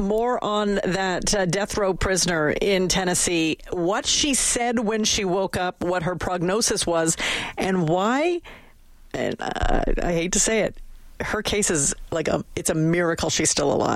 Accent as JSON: {"language": "English", "town": "Edmonton", "region": "Alberta", "country": "Canada", "tie": "born or raised there", "said": "Abbotsfield, I grew up in Abbotsfield. I spent a number of years in Abbotsfield. And it is a lower income community, I think, by and far."}